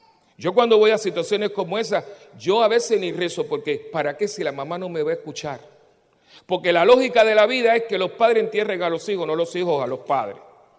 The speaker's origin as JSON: {"language": "Spanish", "country": "Cuba", "tie": "born there", "moved": "yes", "said": "yo nací en Cuba"}